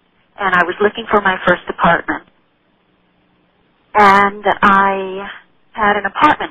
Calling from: Texas, United States; Calling you from Texas.

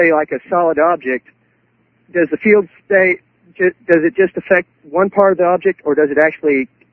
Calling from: Chicago, Illinois, United States; Greetings from Chicagoland.

